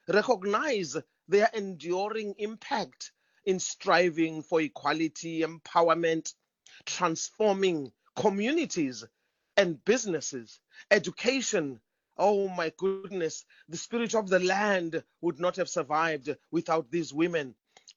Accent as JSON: {"language": "English", "country": "South Africa", "first_language": "Zulu", "second_language": "English", "said": "And if I say it in my mother tongue, singalboni ikusasa eliqhakazile emehlweni ezingane zethu, okuningi esikwenza namuhla kuyizeleze."}